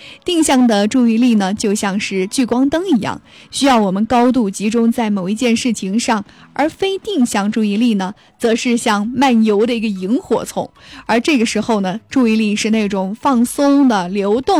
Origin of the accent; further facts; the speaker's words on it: China; 这一点难道是刻在我们中国人基因里的吗？